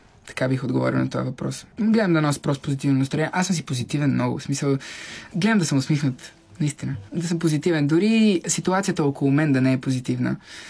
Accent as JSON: {"language": "Bulgarian", "town": "Pleven", "region": "Pleven Province", "country": "Bulgaria", "tie": "born or raised there", "said": "Да, аз съм от Плевен"}